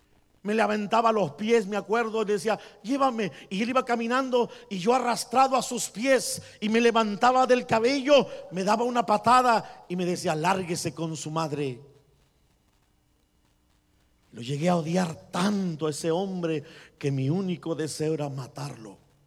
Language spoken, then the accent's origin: Spanish; Guadalajara, Jalisco, Mexico; now in United States; Como al año volví a Guadalajara. Primero porque me salí de Guadalajara porque había balaceado unas personas y me tuve que venir a esconder a los Estados Unidos.